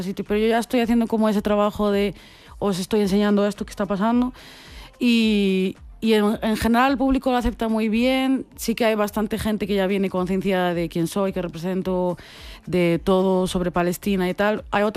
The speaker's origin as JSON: {"language": "Spanish", "town": "Santiago de Compostela", "region": "Galicia", "country": "Spain", "tie": "born there", "said": "soy palestina y soy hija de migrantes y nací en Santiago de Compostela, mi familia está en Turquía"}